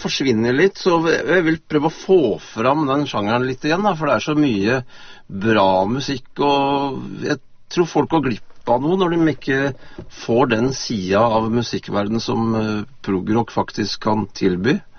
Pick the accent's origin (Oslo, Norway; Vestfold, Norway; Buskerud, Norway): Buskerud, Norway; Mjøndalen; Vi er fra Mjøndalen